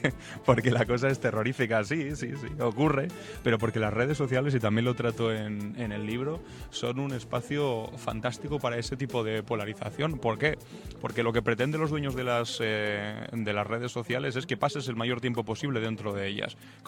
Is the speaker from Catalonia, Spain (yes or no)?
no; Teruel, Aragon, Spain; Yo que soy de Teruel, además.